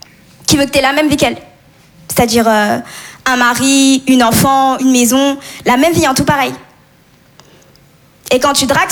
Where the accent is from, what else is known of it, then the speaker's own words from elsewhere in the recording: Comoros; Je suis comorienne mauresse malgache. C'est des îles dans l'océan Indien. Ce qui explique mon teint aussi.